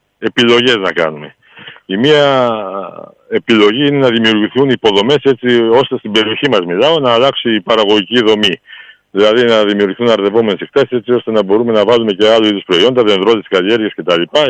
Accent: Pentavryso, Greece; και ειδικά στο Πεντάβρυσο που είναι το χωριό μου, οι εκτάσεις εξαιρικές είναι 99%

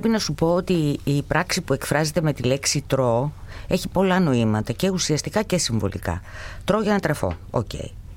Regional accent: Greece; είμαστε Έλληνες, ένας μεσογειακός λαός

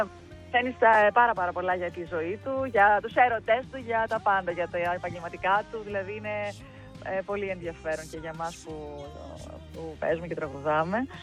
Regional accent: Cyprus; moved away; στην πατρίδα μου και πατρίδα του Ευαγόρα φυσικά, στην Κύπρο

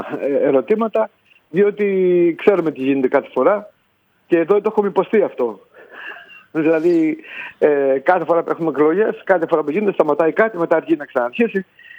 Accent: Greece; ως Έλληνες

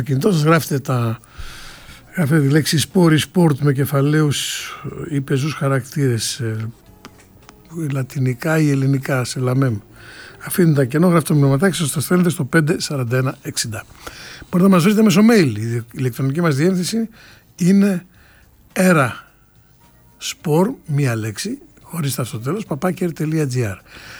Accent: Central Greece, Greece; Το χωριό μου από το Μαντούδι είναι 5 χιλιόμετρα.

